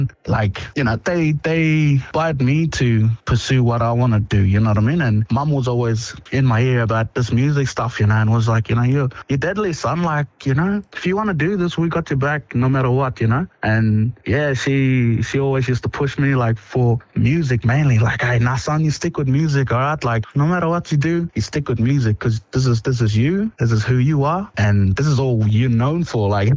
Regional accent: Alice Springs, Northern Territory, Australia; Yeah, so growing up in Alice

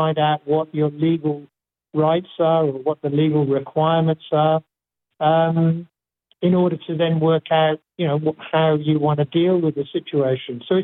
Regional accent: Australia; the onus is on each of us as Australian citizens and therefore as taxpayers to do the right thing

